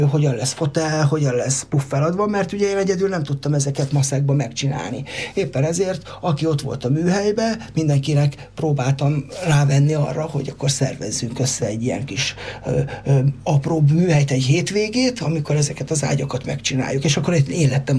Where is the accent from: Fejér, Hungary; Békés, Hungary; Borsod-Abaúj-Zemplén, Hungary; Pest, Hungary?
Fejér, Hungary; Székesfehérvár; mondtam, hogy székesfehérvári vagyok